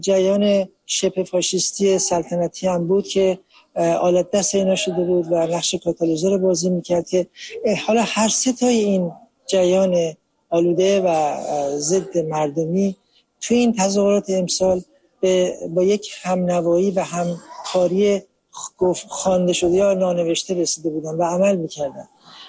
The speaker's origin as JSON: {"language": "Persian", "country": "Iran", "moved": "yes", "lives_now": "United States", "said": "از امریکا اومدم و زندانی سیاسی سابق دهه 60 هستم."}